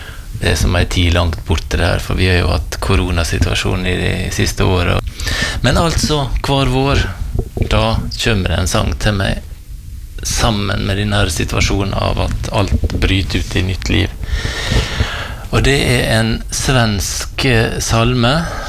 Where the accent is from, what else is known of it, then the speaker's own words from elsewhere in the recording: Valderøya, Møre og Romsdal, Norway; Opprinnelig så kommer jeg fra Valdrøya.